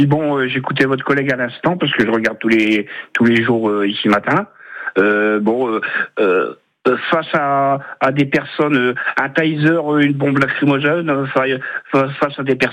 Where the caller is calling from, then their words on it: Hauts-de-France, France; Près de Béthune.